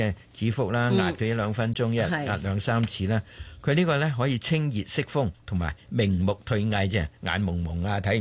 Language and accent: Cantonese; Guangdong, China; 我哋廣東人